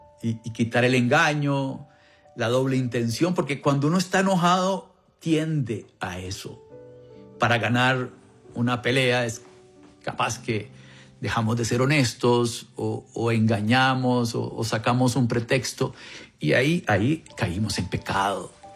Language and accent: Spanish; Costa Rica; Todos mis abuelos son de ahí, ¿verdad? Ya mis papás son de Costa Rica y yo también